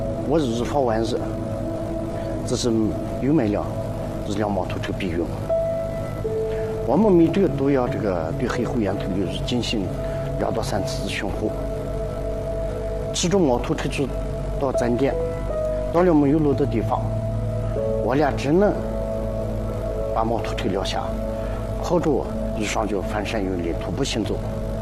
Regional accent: Qinghai, China; 这里就是生我养我的地方。

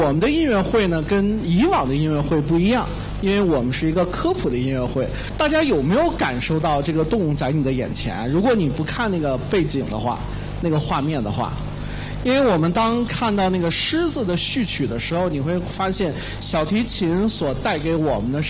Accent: China; 我们中国人

